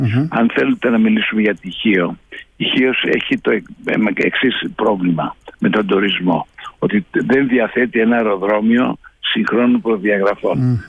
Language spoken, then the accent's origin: Greek; Greece